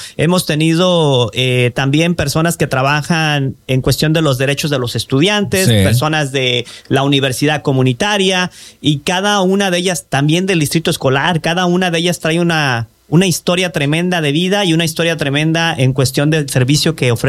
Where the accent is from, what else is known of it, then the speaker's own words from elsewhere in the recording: Colima, Mexico; Fíjate que en realidad tengo familia en Mérida, Yucatán. Saludos a la gente de Mérida. Obviamente yo soy de Colima.